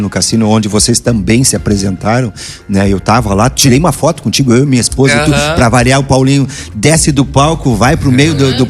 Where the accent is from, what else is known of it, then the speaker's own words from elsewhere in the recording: Rio Grande, Rio Grande do Sul, Brazil; eu sou rio-grandino, assim como eu acho que o Fernando e a Raquel também